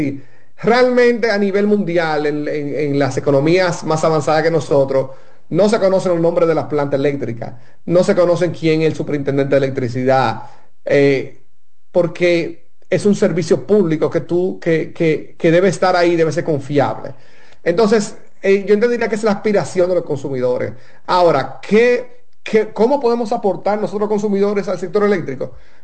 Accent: Dominican Republic

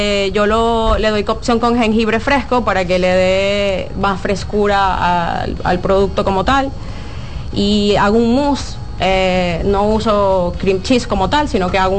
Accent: Venezuela; now in Dominican Republic; yo soy de Venezuela.

